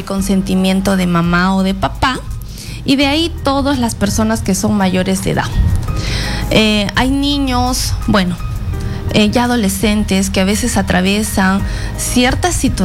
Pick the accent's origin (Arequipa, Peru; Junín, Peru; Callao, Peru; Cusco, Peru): Arequipa, Peru; Yo soy de Arequipa